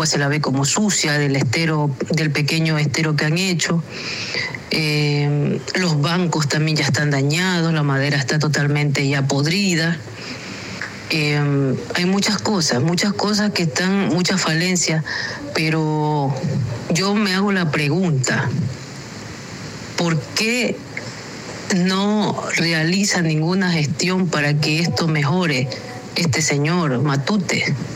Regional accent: Babahoyo, Los Ríos, Ecuador; also born or lived in Quevedo; yo, muy a pesar de que soy acá de Babahoyo, yo también frecuento Quevedo, he vivido allá, he trabajado allá

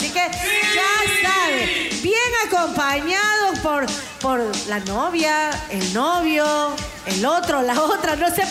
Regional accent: Ecuador; ecuatoriana. ¿Sabes dónde está Ecuador? Está en la mitad del mundo, mi amor. Claro que sí, me creo el centro de atención. Así es, mi amor, somos ecuatorianos de corazón.

